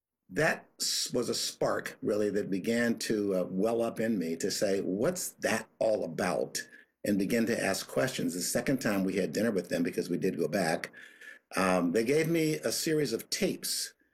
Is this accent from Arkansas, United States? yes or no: no; Pittsburgh, Pennsylvania, United States; And so I grew up there in Pittsburgh, a paper boy from Paulson Avenue in Pittsburgh, Pennsylvania.